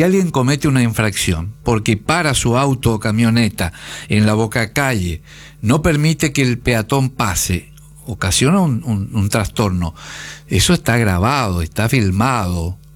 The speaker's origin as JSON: {"language": "Spanish", "region": "Corrientes", "country": "Argentina", "also_born_or_lived": "Formosa", "moved": "yes", "said": "yo soy correntino."}